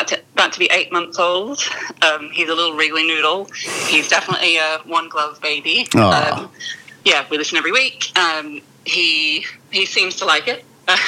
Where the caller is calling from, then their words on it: London, United Kingdom; I am calling from Peckham.